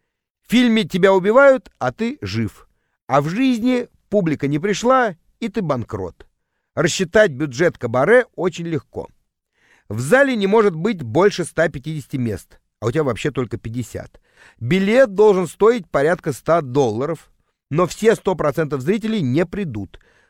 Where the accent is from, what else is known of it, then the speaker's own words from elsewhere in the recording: Leningrad, Saint Petersburg, Russia; К концу фильма ленинградский школьник точно знал, чем хочет заниматься. Сделать в родном городе такое же заведение.